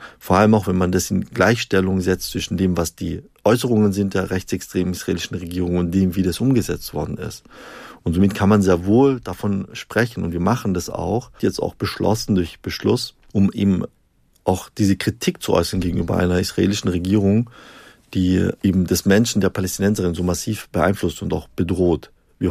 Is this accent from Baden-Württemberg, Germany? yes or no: yes; Stuttgart, Baden-Württemberg, Germany; Ich komme ja aus Stuttgart.